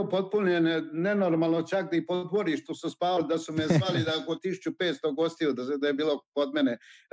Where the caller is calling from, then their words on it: Celje, Savinja, Slovenia; Ja sam iz Celja